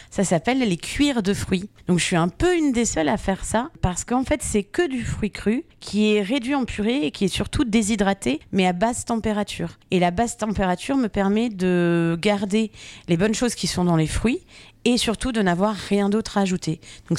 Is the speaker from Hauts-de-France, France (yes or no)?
no; Nancy, Grand Est, France; now in Moussey, France; je suis originaire de Nancy, donc qui est la grande ville pas très loin d'ici.